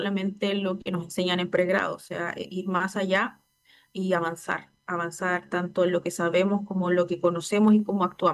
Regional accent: Chiloé, Los Lagos, Chile; now in Puerto Montt, Chile; soy chilota de origen, pero no me alejé mucho de mi isla, así que estoy aquí cerca.

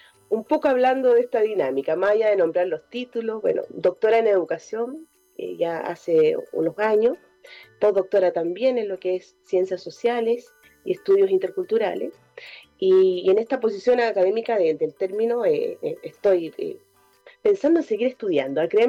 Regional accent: San Carlos, Ñuble, Chile; also born or lived in Antofagasta; crecí en la ciudad de San Carlos, Ñuble, en una ciudad, dígase, de contexto rural, muy pegado a San Fabián de Alico. Entonces mi vida circundó también entre dos ciudades y aún sigue así. Volví a esta zona de la zona central.

